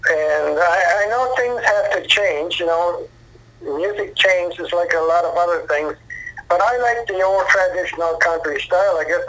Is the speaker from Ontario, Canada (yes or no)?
no; Newfoundland and Labrador, Canada; I am from Newfoundland, and we have a Newfoundland dog.